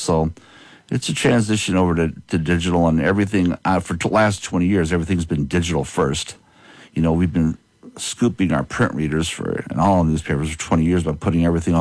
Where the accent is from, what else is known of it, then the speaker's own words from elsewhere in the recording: Michigan City, Indiana, United States; now in Pennsylvania, United States; And then start off my career all over Indiana at my hometown paper, Michigan City, Indiana.